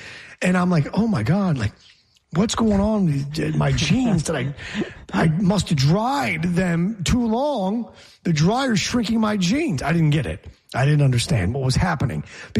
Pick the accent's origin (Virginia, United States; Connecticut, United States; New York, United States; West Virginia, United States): New York, United States; Geneva; now in Philadelphia, United States; So it wasn't until I drove from Philly back to my hometown of Geneva, New York, to go see the family for the weekend and my baby nephew.